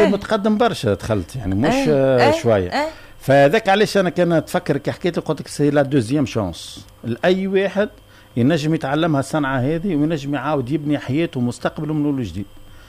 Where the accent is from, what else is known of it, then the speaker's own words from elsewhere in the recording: Tunisia; moved away; احنا كتونسي